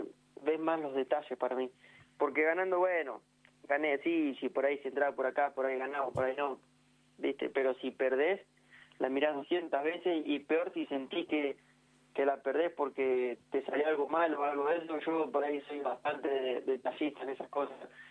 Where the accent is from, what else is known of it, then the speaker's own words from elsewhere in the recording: Carmen de Areco, Buenos Aires Province, Argentina; Sí. Tenemos buena gente y tenemos hoy en día gente que viene mucho a correr para este lado y nos deja bien parados.